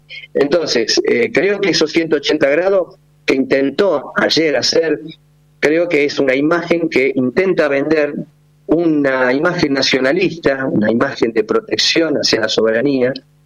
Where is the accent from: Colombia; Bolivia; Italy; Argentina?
Argentina; Yo soy nacionalista, soy un argentino, un vecino, claro.